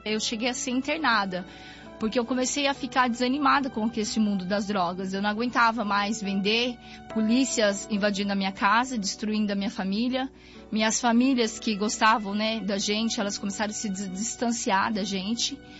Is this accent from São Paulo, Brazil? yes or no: yes; Bom Jesus dos Perdões, São Paulo, Brazil; sou de uma cidade do interior de Bom Jesus Perdões, uma cidade pequena